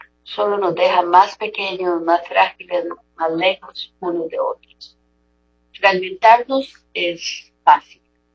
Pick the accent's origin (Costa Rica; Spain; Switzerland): Costa Rica; Somos costarricenses